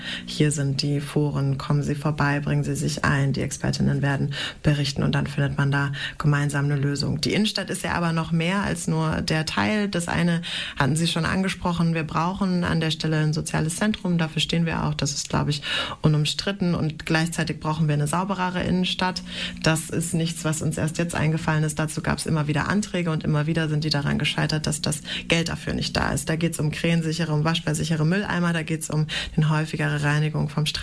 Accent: Göttingen, Lower Saxony, Germany; ich bin in Göttingen aufgewachsen

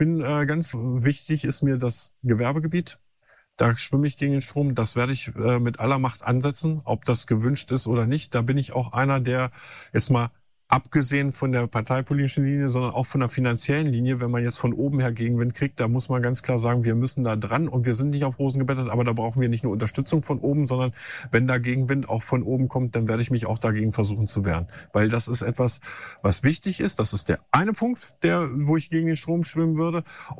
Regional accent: Lower Saxony, Germany; Ich bin ja in Düderode-Eulenrode groß geworden

